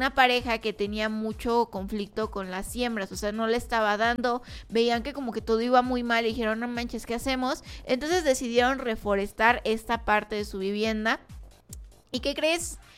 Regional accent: Mexico; qué chido ser mexicano

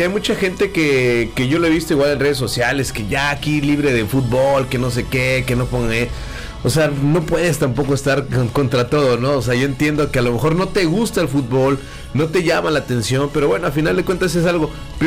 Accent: Mexico; Desafortunadamente, Paco Memo no tiene la culpa, pero así somos los mexicanos.

